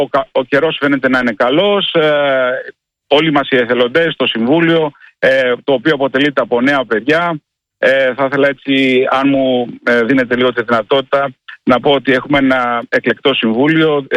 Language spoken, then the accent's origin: Greek; Western Greece, Greece; Εγώ είμαι Αχαιός.